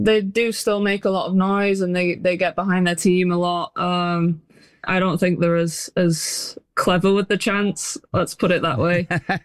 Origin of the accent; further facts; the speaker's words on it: England, United Kingdom; now in Orlando, United States; And obviously I'm English, so I'm going to say England are going to win it.